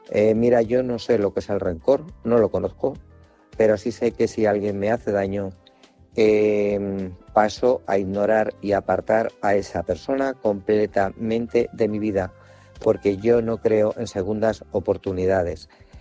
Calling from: Guadalajara, Castilla-La Mancha, Spain; de Guadalajara.

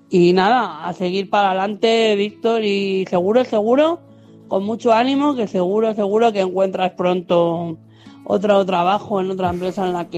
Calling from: Madrid, Community of Madrid, Spain; Buenas noches, corresponsales. … de Madrid.

